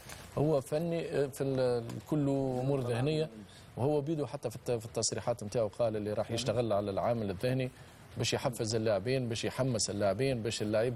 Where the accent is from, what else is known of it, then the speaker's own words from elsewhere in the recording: Tunisia; وأنا شخصيا كتونسي